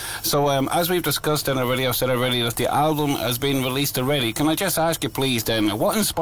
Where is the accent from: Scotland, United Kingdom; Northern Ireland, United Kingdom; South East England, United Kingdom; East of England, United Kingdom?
Northern Ireland, United Kingdom; Newry; And Newry's in County Down. And I do have changed my accent a little bit, because when I go back to Ireland, I say I want to go back home to the UK.